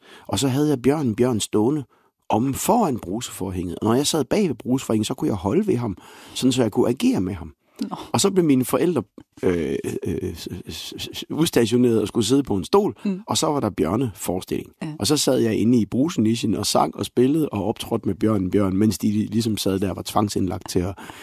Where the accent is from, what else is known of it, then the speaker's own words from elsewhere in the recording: Viborg, Central Denmark Region, Denmark; så kan jeg jo med det samme mærke guldtippet hjemme i Viborg, hvor jeg lå og legede med mine tøjdyr og med mine legoklodser